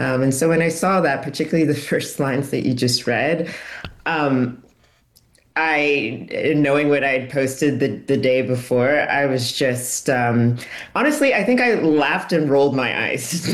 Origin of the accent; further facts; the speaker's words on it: Dallas, Texas, United States; I was in Dallas, that's my hometown, because my father was critically ill and had been in the hospital.